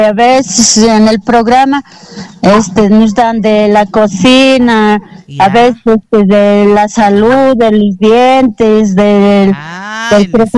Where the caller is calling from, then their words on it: Chota, Cajamarca, Peru; estoy llamando de Chota.